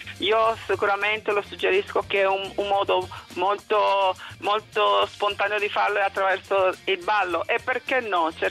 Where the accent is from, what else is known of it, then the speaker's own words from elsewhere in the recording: Costa Rica; Italian is a second language; moved away as an adult; now in Italy; Sono del Costa Rica, quindi... l'unico paese che non ha l'esercito.